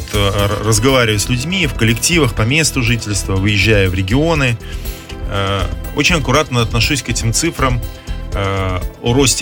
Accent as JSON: {"language": "Russian", "region": "Minsk", "country": "Belarus", "tie": "born or raised there", "said": "Но вот я вырос в Минске, будучи школьником в конце 80-х годов."}